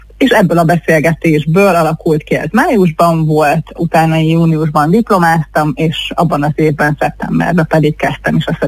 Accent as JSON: {"language": "Hungarian", "town": "Szentes", "region": "Csongrád-Csanád", "country": "Hungary", "moved": "as an adult", "lives_now": "Budapest, Hungary", "said": "nem én kezdtem el keresni munkát, hanem otthon Szentesen"}